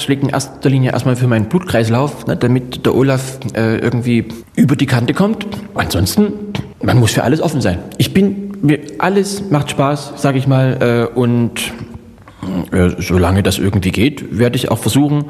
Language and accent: German; Saxony, Germany; born there; now in Dresden, Germany